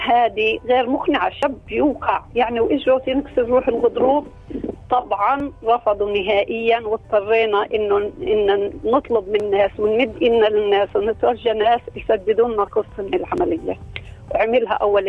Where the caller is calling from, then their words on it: Ramallah, West Bank, Palestine; من رام الله.